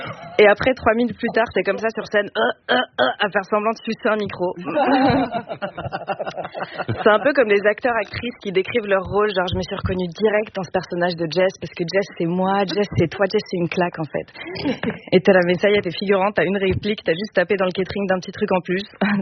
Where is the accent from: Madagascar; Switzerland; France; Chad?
Switzerland; comme l'a dit un politicien très connu chez nous, en Suisse, rire, c'est bon pour la santé.